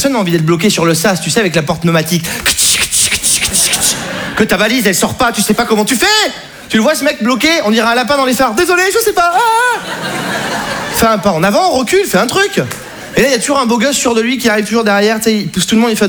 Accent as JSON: {"language": "French", "town": "Saint-Émilion", "region": "Nouvelle-Aquitaine", "country": "France", "moved": "yes", "lives_now": "Paris, France", "said": "je viens de Saint-Émilion."}